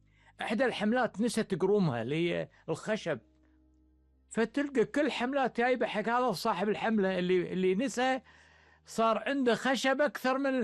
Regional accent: Kuwait; لأن احنا كويتيين

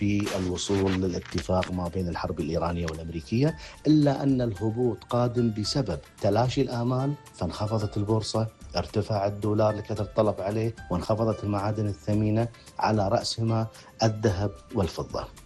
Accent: Kuwait; عندنا بالكويت ما يقارب 23 شركة معتمدة

